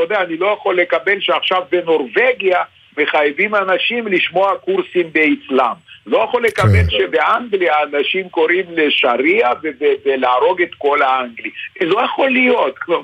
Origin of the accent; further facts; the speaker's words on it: Lithuania; Hebrew is a second language; now in Israel; אני לפעמים מתאמן בעברית יפה כרוסי לשעבר. ליטאי.